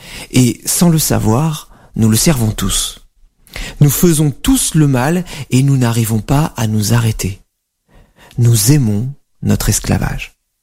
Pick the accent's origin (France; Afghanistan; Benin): France; En tant que Français, râleurs professionnels et champions des antidépresseurs, nous ne pouvons pas le nier.